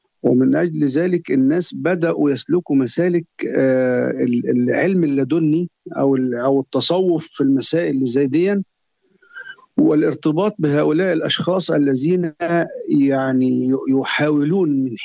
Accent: Sharqia Governorate, Egypt; born there; في الريف عندنا في الشرقية.

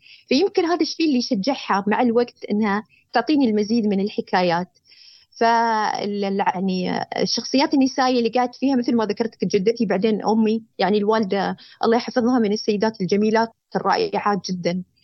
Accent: United Arab Emirates; بالنسبة نحن كمجتمع إماراتي

